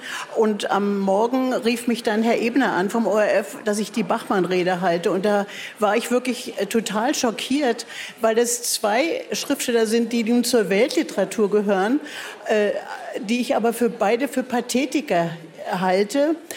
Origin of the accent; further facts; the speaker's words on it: Berlin, Germany; Na, ich bin ich bin eine Berliner Spottdrossel.